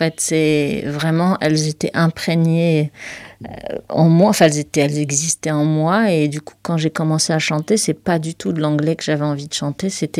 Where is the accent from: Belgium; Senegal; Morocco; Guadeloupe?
Morocco; moved away as an adult; Bah, en fait, moi, j'ai grandi au Maroc, hein, je suis née, j'ai grandi au Maroc jusqu'à l'âge de 18 ans.